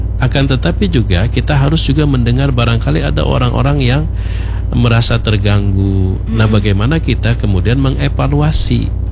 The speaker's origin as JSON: {"language": "Indonesian", "area": "Banjar", "region": "South Kalimantan", "country": "Indonesia", "said": "kita orang Banjar"}